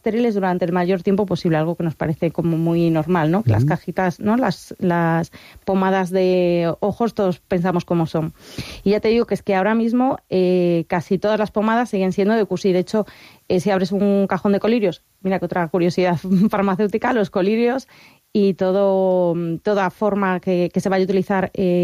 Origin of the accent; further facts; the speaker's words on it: Galicia, Spain; Y como gallega hay que hablar de una gallega